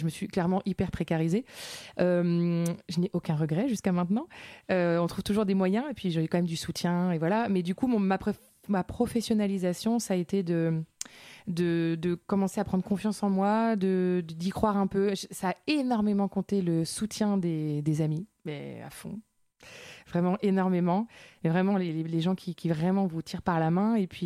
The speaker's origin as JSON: {"language": "French", "town": "Lorient", "region": "Brittany", "country": "France", "tie": "born or raised there", "said": "Ouais, moi je viens de Bretagne, j'ai grandi à Lorient"}